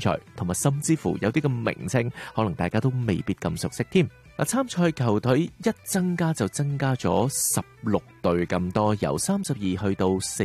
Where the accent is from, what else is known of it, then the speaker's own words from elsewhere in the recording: Canada; 而我哋亦都系主办国之一，作为加拿大人你唔系唔知道个赛制呀